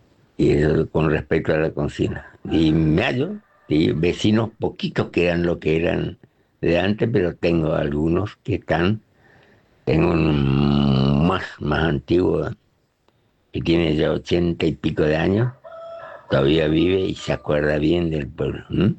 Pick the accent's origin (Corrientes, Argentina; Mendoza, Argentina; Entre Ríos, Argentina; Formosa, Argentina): Formosa, Argentina; born there; also born or lived in Buenos Aires; now in Clorinda, Argentina